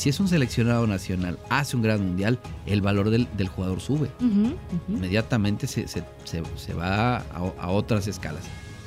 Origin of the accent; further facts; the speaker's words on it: Mexico; como somos los mexicanos, nos gusta ir al estadio, apoyar, gritar, hacer el ambiente